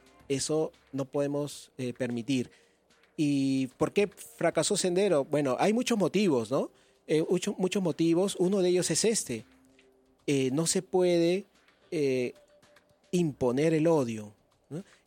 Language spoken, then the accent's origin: Spanish; Peru